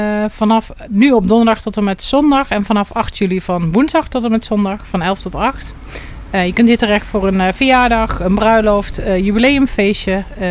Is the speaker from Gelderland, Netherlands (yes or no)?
yes; Gelderland, Netherlands; moved away as an adult; now in Friesland/Groningen border, Netherlands; Wij komen niet hier vandaan. Wij komen uit Gelderland.